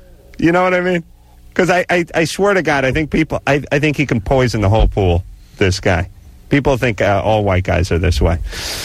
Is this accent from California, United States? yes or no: yes; North Hollywood, California, United States; Listen, I'm a white guy. I'm from North Hollywood.